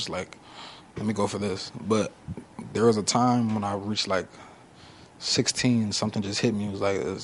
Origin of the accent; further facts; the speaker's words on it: Florida, United States; growing up in Florida, it's like, you just got to get to it.